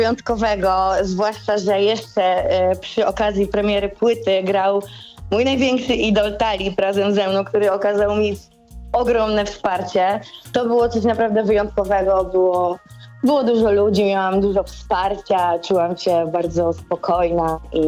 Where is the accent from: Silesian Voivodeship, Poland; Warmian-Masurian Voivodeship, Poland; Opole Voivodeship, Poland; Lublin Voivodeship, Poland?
Warmian-Masurian Voivodeship, Poland; Ostróda; Ja pochodzę z Ostródy, więc dla mnie to jest najpiękniejsze miasto na świecie.